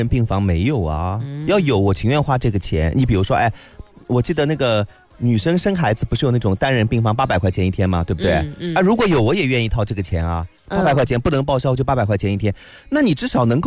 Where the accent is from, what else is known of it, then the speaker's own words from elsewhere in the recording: Changzhou, Jiangsu, China; accent: Changzhou dialect; 变成我们常州话叫憋当